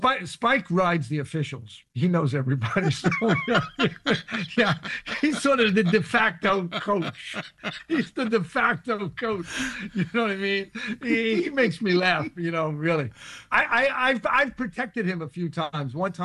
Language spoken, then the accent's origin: English; Hollis, New York, United States; also born or lived in Brooklyn, New York / Rosedale, New York; Well, actually, I was born in Brooklyn, but I grew up in Hollis and Queens. And then I moved to Rosedale.